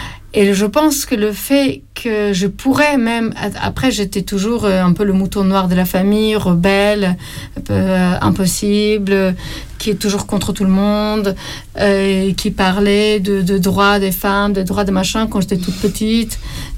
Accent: Beirut, Beirut Governorate, Lebanon; Donc, le fait que j'ai grandi à Beyrouth, j'ai grandi avec beaucoup de liberté.

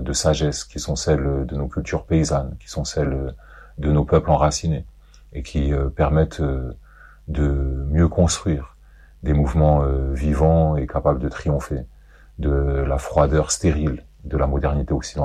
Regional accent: France; born there

